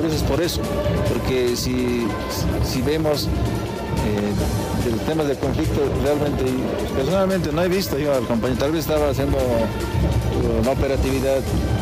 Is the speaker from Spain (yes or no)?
no; Bolivia; Yo voy a defenderme como ciudadano boliviano y también como autoridad.